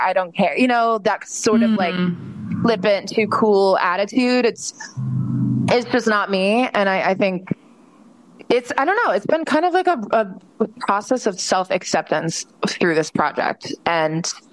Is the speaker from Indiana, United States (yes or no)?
no; Florida, United States; also born or lived in Nashville / New York; now in Los Angeles, United States; where I grew up in Florida